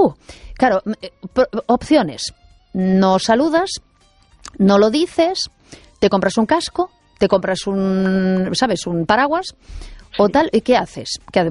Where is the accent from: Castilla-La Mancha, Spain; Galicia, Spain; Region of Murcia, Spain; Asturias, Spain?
Galicia, Spain; En gallego decimos feixe